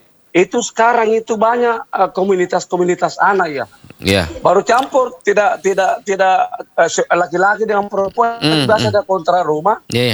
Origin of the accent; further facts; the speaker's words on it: South Sulawesi, Indonesia; Kita orang Sulsel.